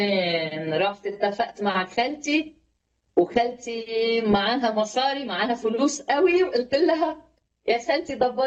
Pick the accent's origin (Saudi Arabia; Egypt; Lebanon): Lebanon; عندنا في لبنان نقول التفشيش